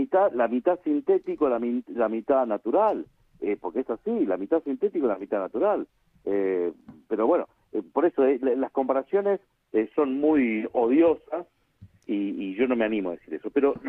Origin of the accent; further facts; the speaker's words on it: Argentina; tú dices que yo soy la voz de Argentina en el programa